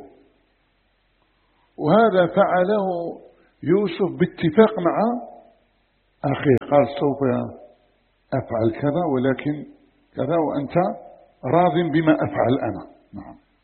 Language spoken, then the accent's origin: Arabic; Algeria; عندنا في الجزائر